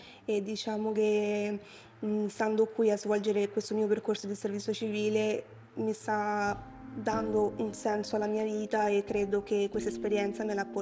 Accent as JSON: {"language": "Italian", "region": "São Paulo", "country": "Brazil", "tie": "born or raised there", "second_language": "Italian", "moved": "yes", "lives_now": "Italy", "said": "Sono nata e cresciuta in Brasile, a San Paolo."}